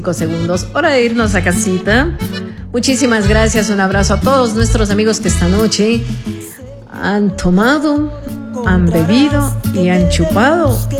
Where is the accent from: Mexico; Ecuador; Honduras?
Ecuador; todo es al último, como buen ecuatoriano.